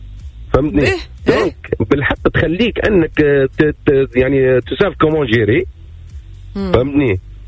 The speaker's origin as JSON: {"language": "Arabic", "town": "Hammamet", "region": "Nabeul Governorate", "country": "Tunisia", "tie": "born or raised there", "moved": "as an adult", "said": "أنا أصيل مدينة الحمامات"}